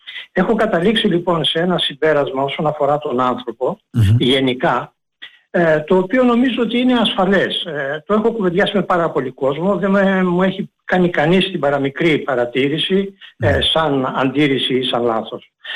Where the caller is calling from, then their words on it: Piraeus, Attica, Greece; Καλησπέρα σας … από Πειραιά, από Καμίνια.